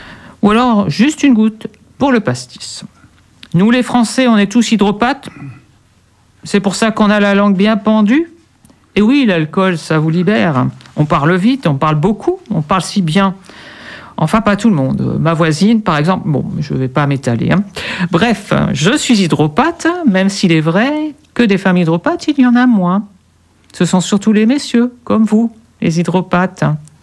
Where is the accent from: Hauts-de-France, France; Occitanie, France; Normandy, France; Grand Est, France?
Hauts-de-France, France; Enfin, je suis ch'ti, attention.